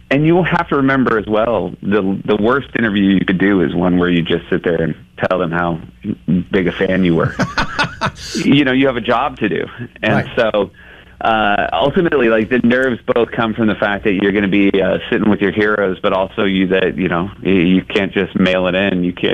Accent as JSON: {"language": "English", "region": "New Hampshire", "country": "United States", "tie": "born or raised there", "said": "for me, like when I grew up in New Hampshire, you know, we ultimately didn't go anywhere. We were happy to know that most of the rest of the world came to New Hampshire in the summer."}